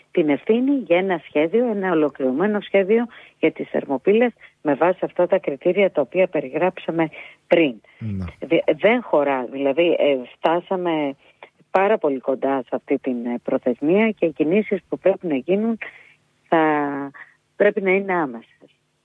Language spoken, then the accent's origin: Greek; Lamia, Central Greece, Greece; Εγώ που είμαι από τη Λαμία να πω ότι αυτές οι συζητήσεις είναι συζητήσεις δεκαετιών.